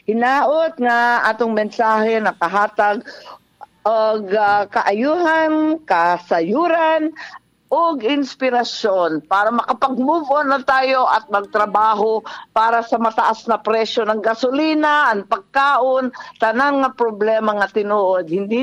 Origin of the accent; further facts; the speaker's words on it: Ilocos Region, Philippines; Ang lapit sa Ilocos, mas malapit ang Kaohsiung kaysa sa Manila sa amin sa Ilocos.